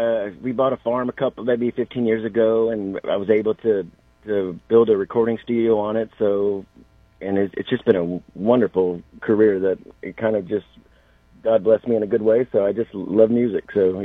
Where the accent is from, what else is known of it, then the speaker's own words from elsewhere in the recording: Grass Valley, California, United States; moved away as an adult; now in Nashville, United States; I was born in Southern California, but moved to Grass Valley when I was four. So it's pretty much been my whole life.